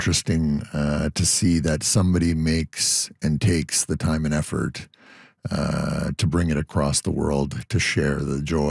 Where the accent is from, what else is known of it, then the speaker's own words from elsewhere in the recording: Canada; It's truly great to, as a Canadian Croatia